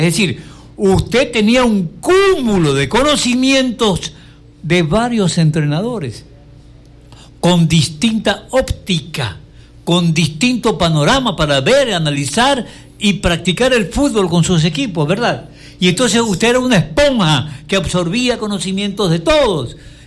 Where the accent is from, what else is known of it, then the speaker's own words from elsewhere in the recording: Quevedo, Los Ríos, Ecuador; Lo que pasa es que ellos son de aquí, de Guayaquil, y nosotros somos de Quevedo.